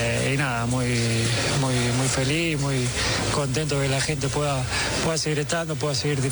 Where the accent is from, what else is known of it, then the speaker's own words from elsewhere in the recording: Argentina; demuestra cada día lo que somos como argentinos, el orgullo que nos